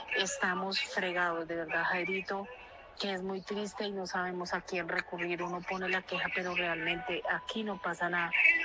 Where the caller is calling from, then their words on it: Colombia; nosotros como colombianos